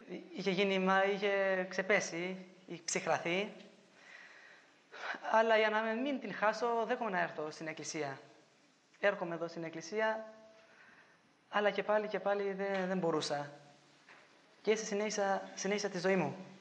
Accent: Albania; Greek is a second language; έως που μεγάλωσα, έως που στην Αλβανία ήρθε η δημοκρατία

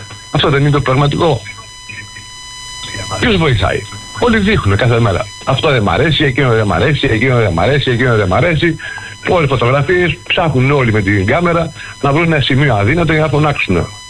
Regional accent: Lefkada, Ionian Islands, Greece; είμαι Λευκαδής.

